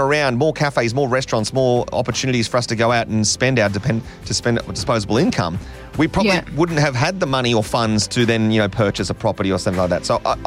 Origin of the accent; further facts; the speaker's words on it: Dapto, New South Wales, Australia; I remember growing up in Dapto. I don't even remember there even being such thing as a cafe.